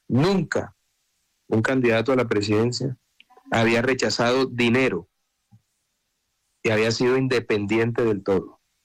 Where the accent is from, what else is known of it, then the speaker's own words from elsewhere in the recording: Montería, Córdoba, Colombia; mañana estaré en mi tierra, en Montería, en la Plaza María Varilla